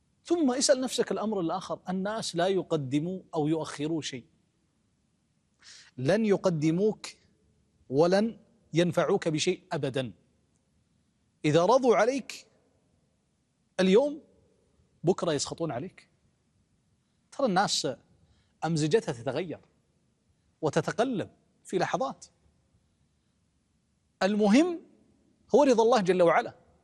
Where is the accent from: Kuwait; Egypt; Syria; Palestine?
Kuwait; بلدنا الكويت